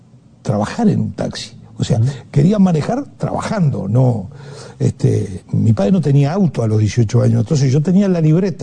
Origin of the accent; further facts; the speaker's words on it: Montevideo, Uruguay; Yo vivía donde nací, en el hipódromo, en Guarapirú, y a un par de cuadras de General Flores, era cerca, por Aparicio Saravia se llegaba en 5 minutos a mi casa desde el Cementerio del Norte.